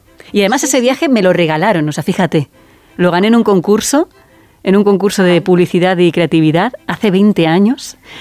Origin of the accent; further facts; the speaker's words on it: Valencian Community, Spain; Porque como yo soy valenciana, dices, voy a llevarle un paisano